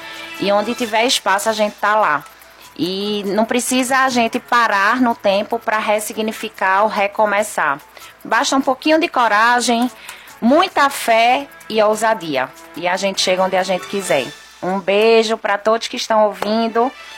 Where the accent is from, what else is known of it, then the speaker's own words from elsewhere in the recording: Bahia, Brazil; Léo é de Recife, eu sou baiana, viu?